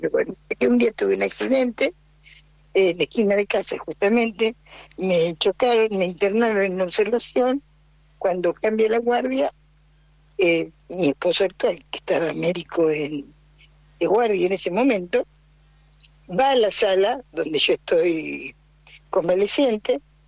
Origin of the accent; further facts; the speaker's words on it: Chacabuco, Buenos Aires Province, Argentina; A vos te voy a notar, soy de Chacabuco.